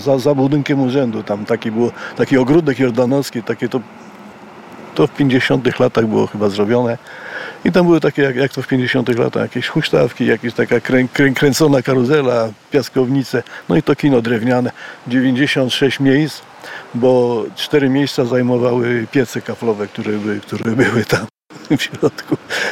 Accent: Józefów, Masovian Voivodeship, Poland; born there; Urodziłem się w zielonym mieście

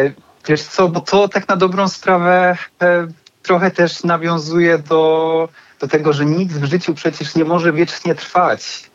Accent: Wrocław, Lower Silesian Voivodeship, Poland; born there; Urodziłem się we Wrocławiu i zawsze jeździłem na wakacje właśnie na północ

